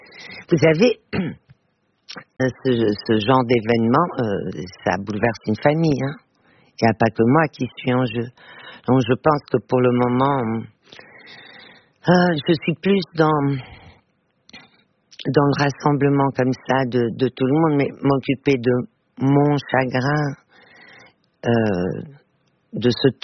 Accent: Portugal; first language Portuguese; French is a second language; moved away; also born or lived in Belgium / France; Oui, en famille, c'est ma langue maternelle.

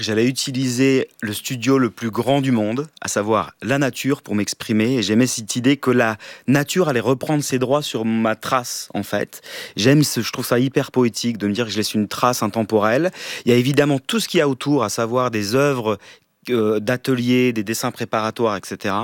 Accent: East, France; Je viens d'un petit village de l'Est

